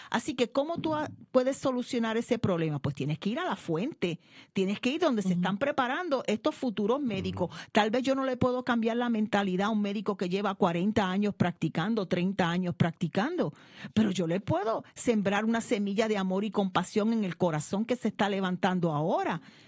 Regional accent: San Germán, Puerto Rico; mi pueblo de San Germán

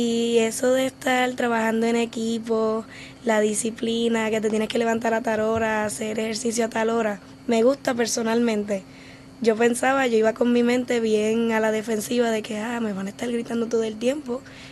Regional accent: Morovis, Puerto Rico; yo principalmente yo vengo de Morovis y Morovis es muy alejado a Juana Díaz

